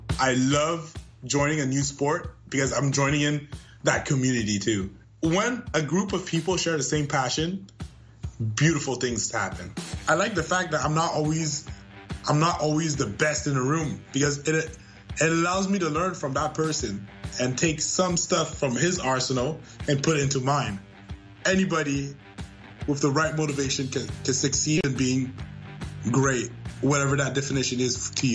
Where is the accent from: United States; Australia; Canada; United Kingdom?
Canada; I am 23 years old, and I am a Canadian athlete that uses a wheelchair.